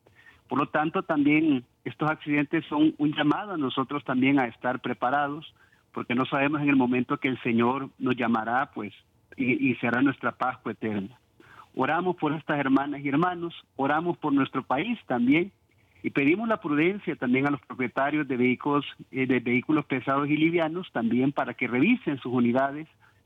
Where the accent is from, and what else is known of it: Honduras